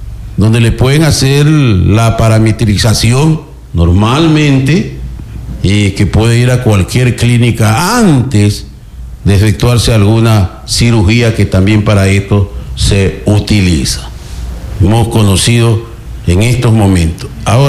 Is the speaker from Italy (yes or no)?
no; Ecuador; en nuestra República Ecuador